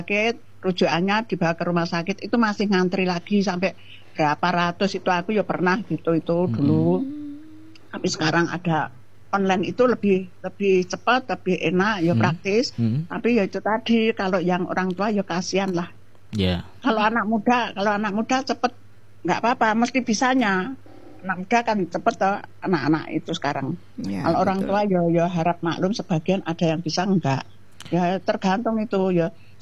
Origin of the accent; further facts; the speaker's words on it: Surabaya, East Java, Indonesia; aku waktu kecil di Surabaya